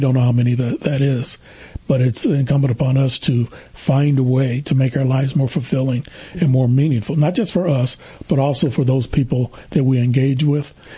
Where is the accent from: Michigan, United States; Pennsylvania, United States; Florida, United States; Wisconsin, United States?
Michigan, United States; Lansing; Okay, I'm a son of Lansing. Mm-hmm. I grew up here in Lansing. My parents moved up from the South in 1950 to raise their family.